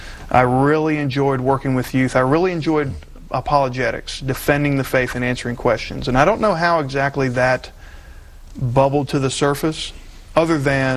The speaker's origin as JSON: {"language": "English", "region": "Florida", "country": "United States", "tie": "born or raised there", "said": "My particular background was I grew up in Central Florida. My family, we grew up in the Presbyterian Church, Associate Reformed Presbyterian, and it was a great, great church."}